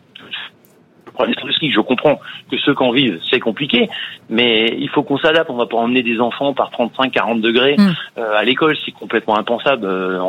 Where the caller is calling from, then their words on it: Mayenne, Pays de la Loire, France; De la Mayenne.